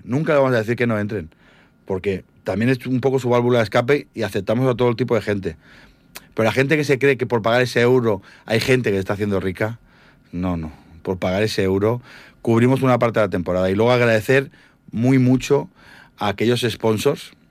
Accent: Calafell, Catalonia, Spain; Pero es que yo soy de Calafell de toda la vida.

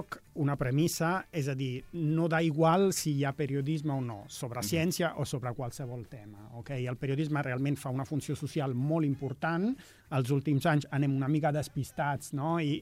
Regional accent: Rome, Lazio, Italy; moved away as an adult; now in Barcelona, Spain; vaig néixer a Roma i m'he format allí, m'he educat allà, m'he llicenciat en física a Roma i vaig venir a fer el doctorat a Barcelona justament l'any 2003

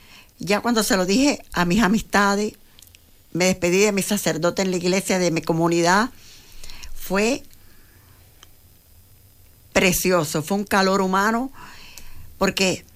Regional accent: Cuba; moved away; Vivíamos y yo no quería vivir en Cuba. Realmente no quería vivir, no porque no amara mi tierra, porque la amo mucho y la extraño.

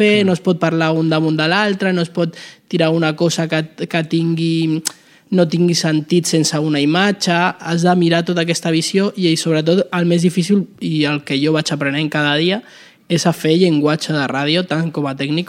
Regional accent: Uruguay; now in Spain; La meva mare, bueno, jo també vam néixer a l'Uruguai, ella feia ràdio allà i jo escoltava ràdio ja de petit.

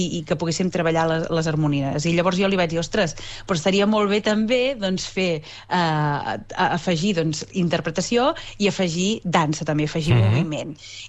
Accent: Olot, Catalonia, Spain; Com que jo sóc d'Olot

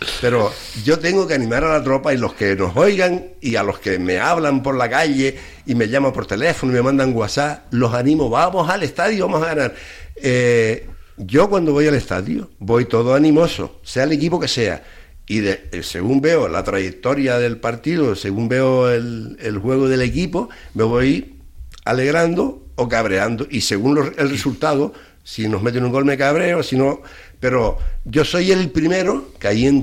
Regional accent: Las Palmas, Canary Islands, Spain; Digo, sí, claro que soy de Las Palmas.

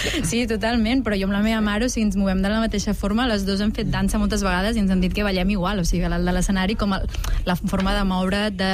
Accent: Reus, Catalonia, Spain; also born or lived in Nepal; jo dic soc de Reus i la gent em pregunta, no, realment d'on ets, d'on vens?

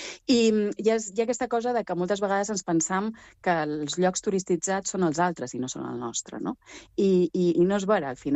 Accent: Balearic Islands, Spain; jo venc de Mallorca, tota la meva vida ens han dit que nosaltres vivim del turisme, que sense el turisme érem pobres

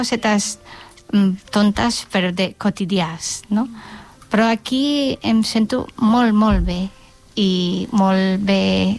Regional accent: England, United Kingdom; Catalan is a second language; moved away as an adult; now in Barcelona, Spain; perquè sóc anglesa i costa per molta gent dir el nom de la forma anglesa.

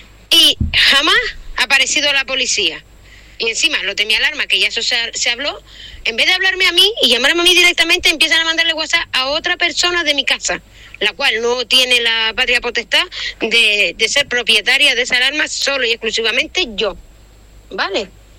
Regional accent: Valsequillo, Canary Islands, Spain; Soy de Valsequillo y tengo mi alarma puesta.

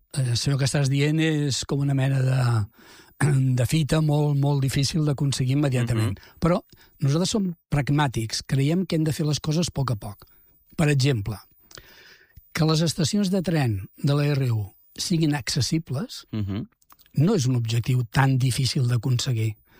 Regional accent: Vilassar de Mar, Catalonia, Spain; jo sóc de Vilassar de Mar

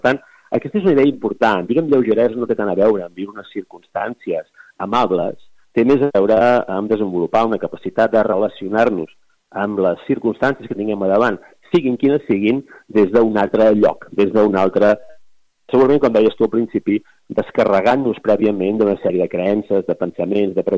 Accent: Vic, Catalonia, Spain; jo sóc de Vic i tinc un centre aquí a Vic

